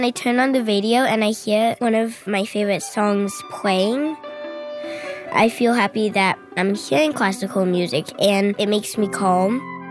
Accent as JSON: {"language": "English", "town": "New Hyde Park", "region": "New York", "country": "United States", "said": "I'm from New Hyde Park in Long Island"}